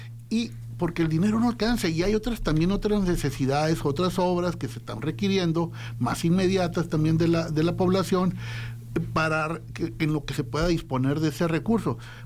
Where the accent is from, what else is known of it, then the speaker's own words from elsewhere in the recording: Navojoa, Sonora, Mexico; Yo he visto casos, por ejemplo, donde voy más o menos seguido, es a mi tierra, a Navojoa, donde puedo.